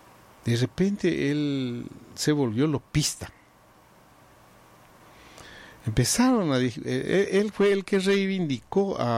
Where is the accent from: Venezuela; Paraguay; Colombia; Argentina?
Paraguay; Ya que somos paraguayos y estos son nuestra historia.